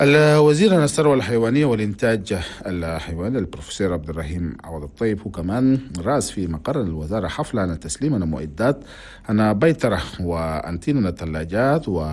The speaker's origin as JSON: {"language": "Arabic", "country": "Chad", "said": "انت الحكومة هنا بلدنا تشاد. في فندق نوفوتيل هنا في العاصمة نجمينا"}